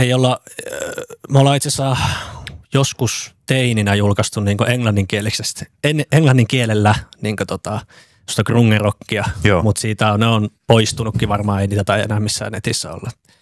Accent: Kokkola, Central Ostrobothnia, Finland; moved away

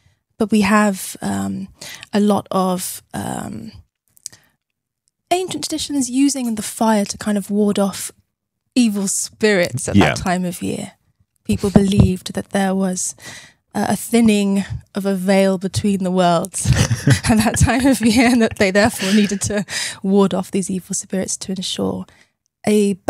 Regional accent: South West England, United Kingdom; Growing up in Cornwall, midsummer was quite a magical time of year.

